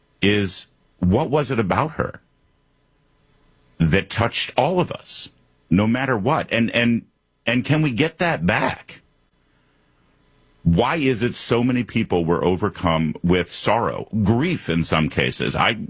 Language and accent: English; Michigan, United States; growing up in Michigan, it was hardly, you know, country music land where I grew up, right outside of Detroit.